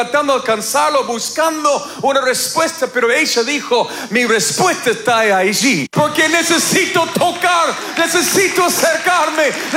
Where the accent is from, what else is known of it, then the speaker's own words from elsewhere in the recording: Argentina; Digo ganamos porque también soy argentino